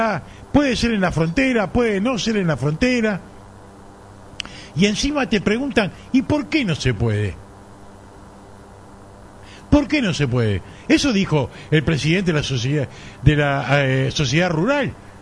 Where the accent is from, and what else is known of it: Argentina